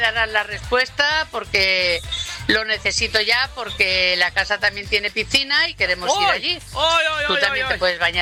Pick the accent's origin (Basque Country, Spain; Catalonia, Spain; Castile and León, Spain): Catalonia, Spain; Sabadell